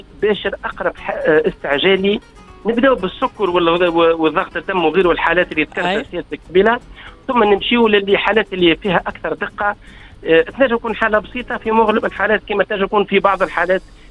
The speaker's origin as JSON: {"language": "Arabic", "country": "Tunisia"}